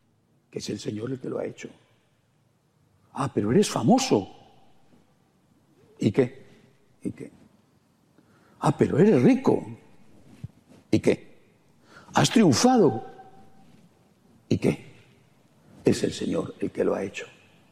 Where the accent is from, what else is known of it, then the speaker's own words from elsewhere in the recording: Spain; En mi país, en España